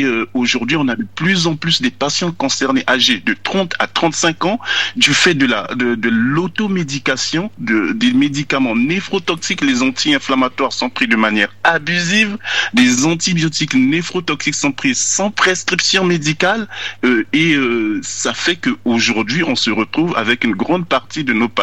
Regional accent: Republic of the Congo; chez nous au Congo

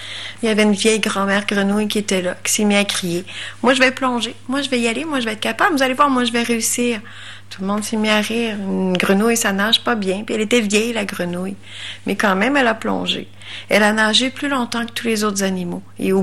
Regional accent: Wendake, Quebec, Canada; je fais partie de la nation Huron Wendat, je suis de Wendake.

